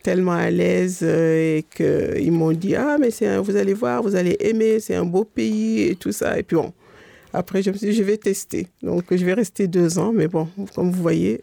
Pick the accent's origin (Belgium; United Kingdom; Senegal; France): Senegal; Dakar; born there; Je suis née à Dakar, mais mes parents viennent ma mère vient du nord du Sénégal, vers la frontière avec la Mauritanie